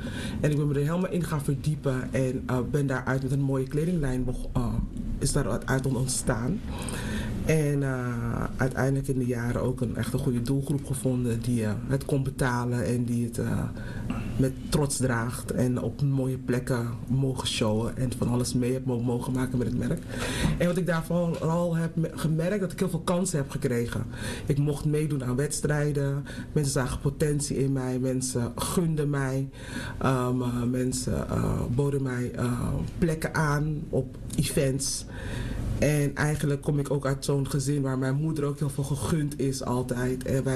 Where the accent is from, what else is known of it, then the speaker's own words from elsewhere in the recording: Amsterdam, North Holland, Netherlands; Ik kom zelf uit Amsterdam-Oost.